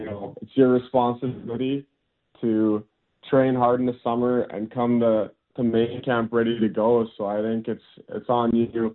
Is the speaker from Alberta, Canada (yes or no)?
no; Dauphin, Manitoba, Canada; born or raised there